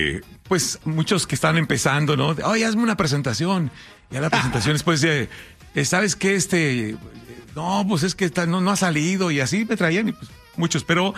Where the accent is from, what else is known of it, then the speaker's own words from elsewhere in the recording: Mexico; Porque era, para los que somos de México, pues ese es como un referente, ¿no?